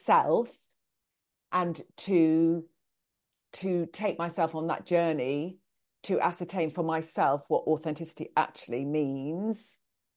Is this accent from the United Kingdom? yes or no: yes; United Kingdom; now in United States; I come from the UK